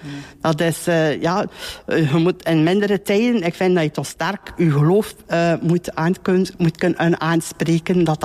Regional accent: Moorslede, Flanders, Belgium; Ik ben hier geboren in Moorsleden en die vroeger het rusthuis is in Moorsleden. En dat was dan niet, dat was niet zoveel vroeger in de jaren. Ik ben in 59 geboren

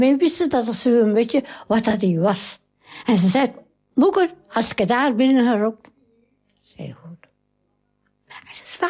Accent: Denderleeuw, Flanders, Belgium; Ik ben van de Nederleeuw.

